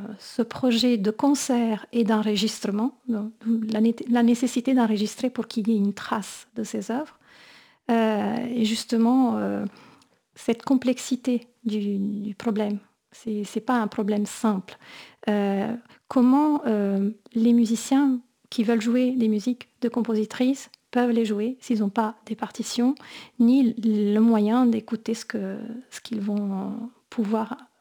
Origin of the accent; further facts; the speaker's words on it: Bari, Apulia, Italy; voilà, je suis de Bari.